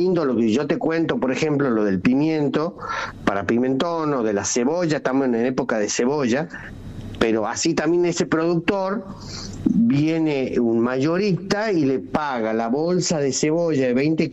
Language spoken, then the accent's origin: Spanish; Salta, Argentina; Nosotros los salteños, los que somos fanáticos de Salta, porque si hay algo que tenemos los salteños, que somos muy fanáticos de nosotros mismos, de nuestra Salta querida.